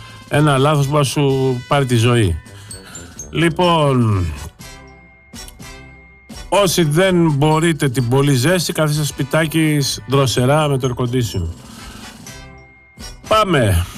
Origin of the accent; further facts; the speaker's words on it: Greece; Ως Έλληνας πολίτης